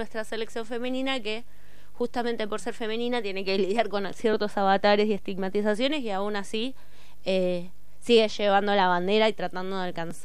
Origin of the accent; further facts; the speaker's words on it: Argentina; nuestro país